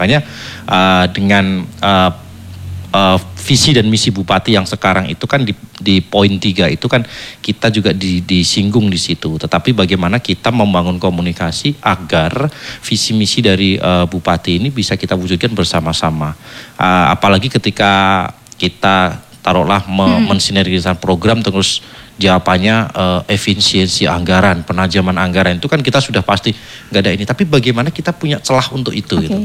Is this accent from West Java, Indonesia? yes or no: no; Tuban, East Java, Indonesia; Kok ya kondisi di daerah saya masih seperti ini